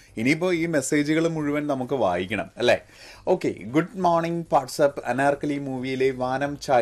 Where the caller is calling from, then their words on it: North Paravur, Kerala, India; North പറവൂരിൽ നിന്നാണ്.